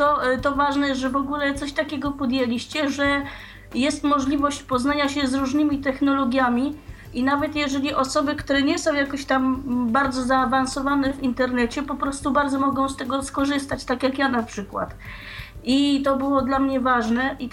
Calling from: Alexandria, Alexandria Governorate, Egypt; Witajcie, ja dzwonię w tej chwili z Aleksandrii.

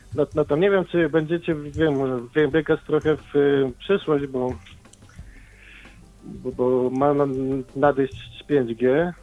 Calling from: Sosnowiec, Silesian Voivodeship, Poland; u mnie w Sosnowcu

